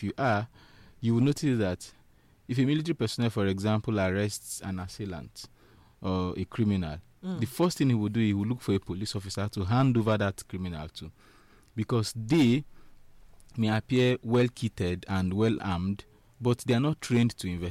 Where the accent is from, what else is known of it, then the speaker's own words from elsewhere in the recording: Nigeria; Yeah, I'm a Nigerian